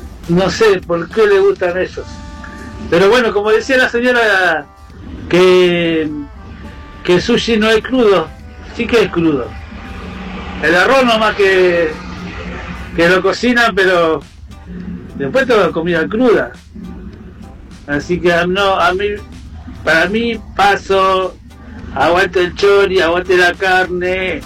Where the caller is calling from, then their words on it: José C. Paz, Buenos Aires Province, Argentina; de José de Paz.